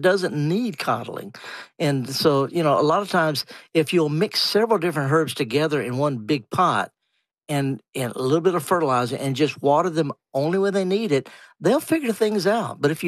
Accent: Mississippi, United States; Well, it could be, whether you're from Michigan, I'm from Mississippi, I garden half the year in England, and they're completely different climates

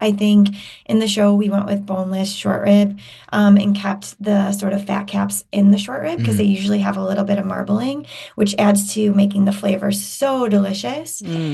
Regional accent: Chicago, Illinois, United States; Chris and, you know, we have another brother and I grew up in Chicago.

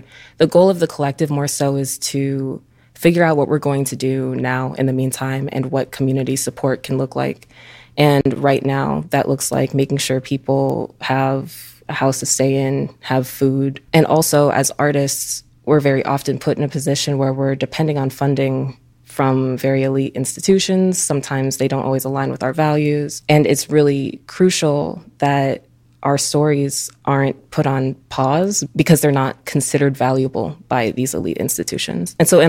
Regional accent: Oak Park, Illinois, United States; now in Chicago, United States; I grew up in Oak Park. Right now I'm living in Rogers Park, and I've been in Chicago for the past 4 years.

